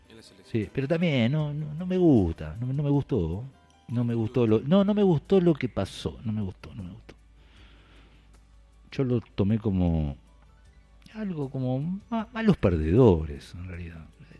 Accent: Argentina; no me hace quedar bien como argentino

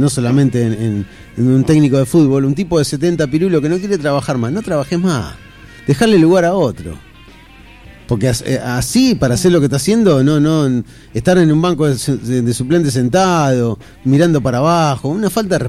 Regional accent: Argentina

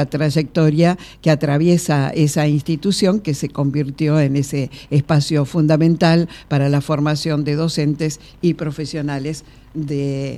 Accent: General Alvear, Mendoza, Argentina; born there; moved away; el lugar donde nací, en General Alvear, en Mendoza

